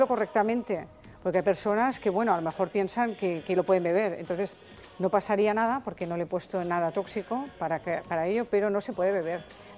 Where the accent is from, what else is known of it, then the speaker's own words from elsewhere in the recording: Catalonia, Spain; moved away as an adult; now in Aragon, Spain; yo soy una catalana, pero muy aragonesa. Entonces, quería hacer algo por mi tierra, ¿no? Por donde llevo muchos años, más de 40 años viviendo, en Aragón.